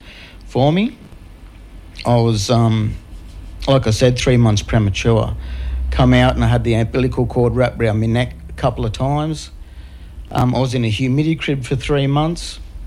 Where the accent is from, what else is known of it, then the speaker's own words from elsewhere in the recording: Goulburn, New South Wales, Australia; I grew up in Goulburn, born in Goulburn, moved away and come back three times.